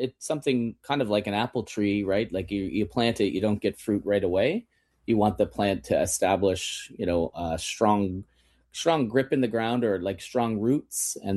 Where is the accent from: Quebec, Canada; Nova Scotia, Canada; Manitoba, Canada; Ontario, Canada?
Ontario, Canada; Kitchener; I grew up in Kitchener